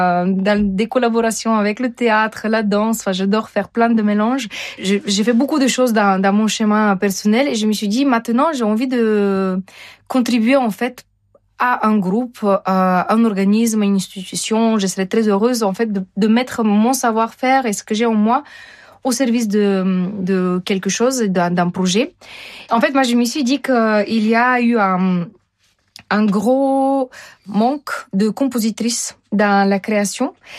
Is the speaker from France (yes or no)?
no; Bulgaria; moved away; dans mon enfance, gamine en Bulgarie